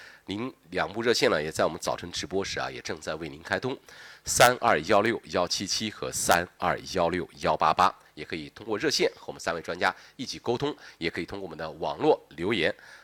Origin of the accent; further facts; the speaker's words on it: Anhui, China; 我就是咱们老家这个望营那边